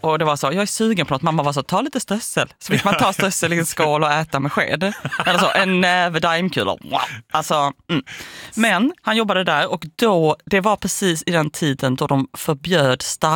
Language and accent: Swedish; Malmö, Skåne, Sweden; Min familj är från en gata i Malmö. Säkerhetsväg, alltså, Malmö. Där är alla födda och uppväxta.